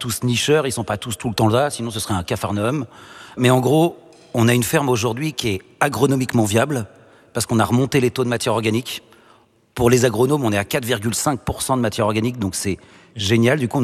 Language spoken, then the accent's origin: French; Normandy, France; on est dans l'Eure. Mais j'ai grandi entre le Pays de Caux et le plateau du Roumois, exactement là où on s'en trouve.